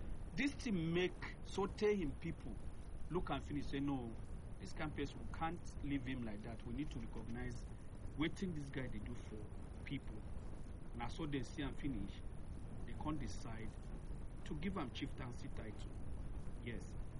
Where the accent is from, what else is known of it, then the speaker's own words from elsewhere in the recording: Lagos, Nigeria; we grew up together in Lagos